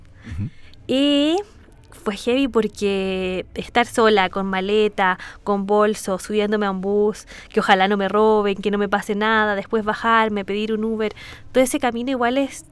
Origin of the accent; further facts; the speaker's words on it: Santiago, Santiago Metropolitan Region, Chile; Y yo soy de Santiago.